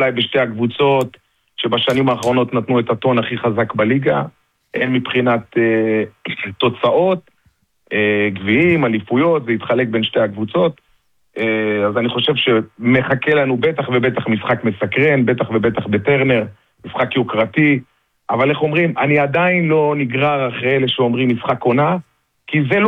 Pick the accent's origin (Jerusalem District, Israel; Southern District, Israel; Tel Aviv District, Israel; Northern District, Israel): Southern District, Israel; Beersheba; אני באר שבעי. נולדתי, גדלתי, התחנכתי פה.